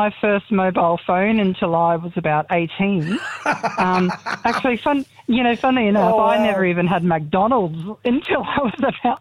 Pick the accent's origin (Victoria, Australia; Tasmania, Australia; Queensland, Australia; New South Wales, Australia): Queensland, Australia; Chillagoe; I'm an 80s kid, so I was born in 81. And growing up in Chiligo was the most amazing thing ever